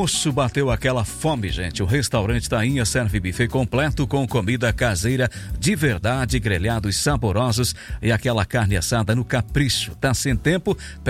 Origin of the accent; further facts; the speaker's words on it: Rio Grande do Sul, Brazil; sou cria do Rio Grande, tchê.